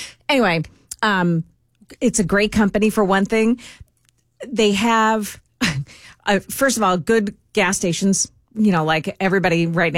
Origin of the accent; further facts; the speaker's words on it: Somers Point, New Jersey, United States; moved away; So there were two in my hometown, mm-hmm. Summers Point, New Jersey.